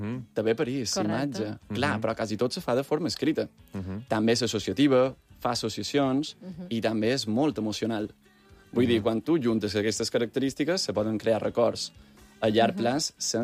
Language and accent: Catalan; Palma, Balearic Islands, Spain; nosaltres som mallorquins. Jo sóc d'aquí de Palma i la Magdalena és de Porreres.